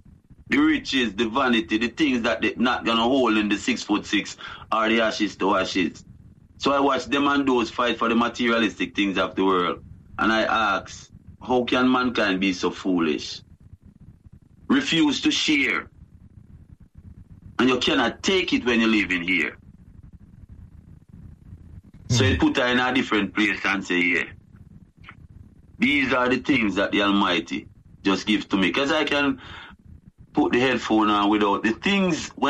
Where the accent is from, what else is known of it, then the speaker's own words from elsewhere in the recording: Jamaica; And Rasta Philosophy, as a Jamaican, up to today, as we speak, Rasta have brought, I would say, the most tourists, the most money, the most to the country.